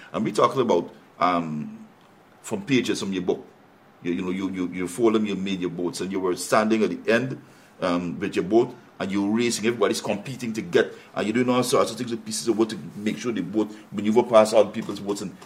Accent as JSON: {"language": "English", "region": "East Berbice-Corentyne", "country": "Guyana", "tie": "born or raised there", "moved": "yes", "said": "I grew up in Keenfield Settlement. This is Burbese, Kanji."}